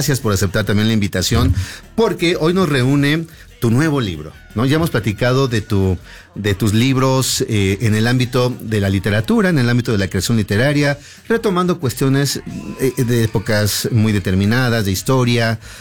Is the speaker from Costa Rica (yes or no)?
no; Mexico; el término barroco, que nos es además muy inherente a nosotros como cultura mexicana.